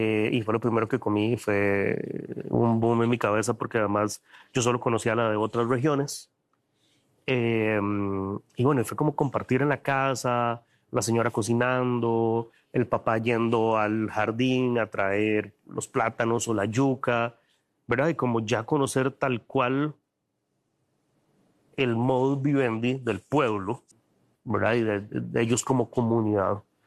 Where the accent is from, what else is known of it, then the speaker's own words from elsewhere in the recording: Costa Rica; yo no tenía mapeado en mi cabeza ni como cocinero ni como costarricense que existían.